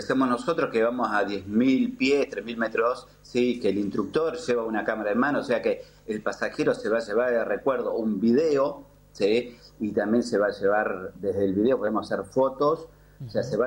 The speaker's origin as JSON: {"language": "Spanish", "region": "Neuquén", "country": "Argentina", "said": "Somos de Neuquén, pero bueno, estamos haciendo la actividad ahí en el aeroclub de Allen."}